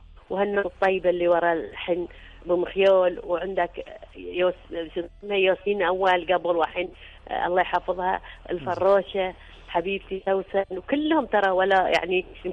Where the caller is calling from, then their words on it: Bahrain; احنا نتصل فيكم من البحرين